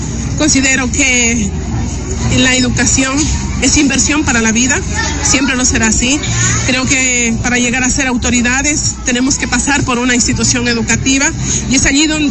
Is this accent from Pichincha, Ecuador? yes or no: no; Morona Santiago, Ecuador; Somos de Monoa Santiago, tenemos una estadística alta en la cual pues la etnia shuar también es parte de nuestra vida cotidiana.